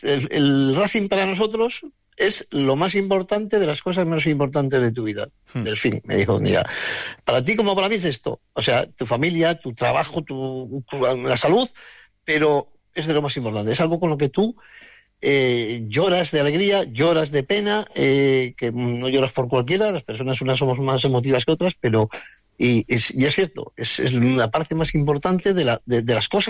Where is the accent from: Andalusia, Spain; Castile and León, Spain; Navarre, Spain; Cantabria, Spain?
Cantabria, Spain; Santander; Yo es que soy muy mayor, pero muy feliz. Nací en Santander y viví toda mi infancia en donde está el campo de fútbol de General Dávila, del cuartel, que era un cuartel.